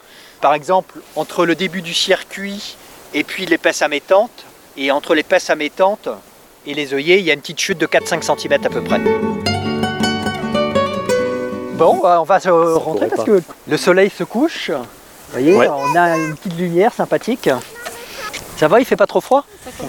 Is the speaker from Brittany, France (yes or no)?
yes; Brittany, France; moved away; Non, je suis originaire du Finistère.